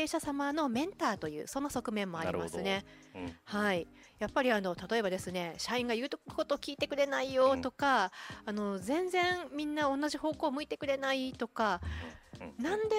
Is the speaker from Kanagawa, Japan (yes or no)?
no; Kochi, Japan; born there; moved away as an adult; now in Okinawa, Japan; 私は高知県の生まれで、うん、今沖縄に住んで、20年目、うんうん、24歳の時に沖縄に来たんで